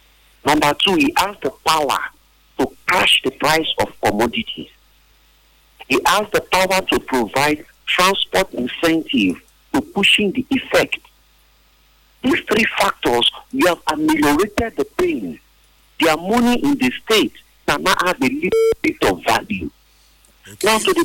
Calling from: Port Harcourt, Rivers, Nigeria; I'm calling you from Port Harcourt.

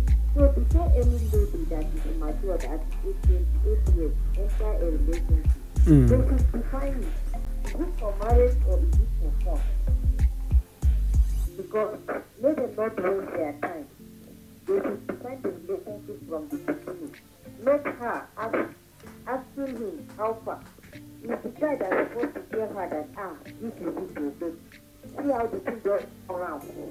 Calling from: Jos, Plateau, Nigeria; I'm calling from Lamingo.

